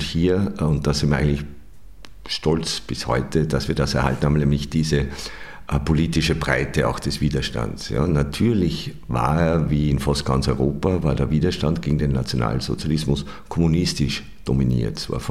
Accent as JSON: {"language": "German", "town": "Perg", "region": "Upper Austria", "country": "Austria", "tie": "born or raised there", "moved": "as an adult", "lives_now": "Vienna, Austria", "said": "gebürtig in Oberösterreich, im Perg aufgewachsen. Nicht, wie man ja weiß, unweit von Mauthausen"}